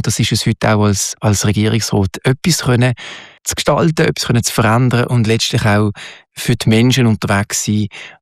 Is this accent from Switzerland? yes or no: yes; Switzerland; in dem Kanton, wo ich leben darf, wo ich gerne lebe, wo ich aufgewachsen bin, wo mir auch so viel geschenkt worden ist